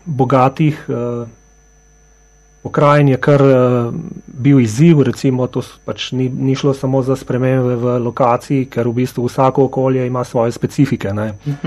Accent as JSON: {"language": "Slovenian", "town": "Novo Mesto", "region": "Southeast Slovenia", "country": "Slovenia", "tie": "born or raised there", "also_born_or_lived": "Suha Krajina / Ljubljana", "said": "Moji najbolj intimni spomini na otroštvo se vežejo v bistvu res na Novo mesto, v bistvu vežejo pa se tudi na podeželje, v bistvu, kjer sem pač pomagal stari mami na kmetiji v Suhi krajini."}